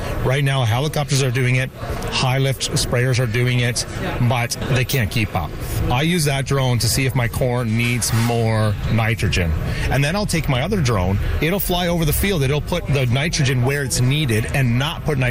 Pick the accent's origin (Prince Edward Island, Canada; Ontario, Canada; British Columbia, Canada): Ontario, Canada; London; I'm from London, Ontario, so we have a lot of tar spot issue in corn.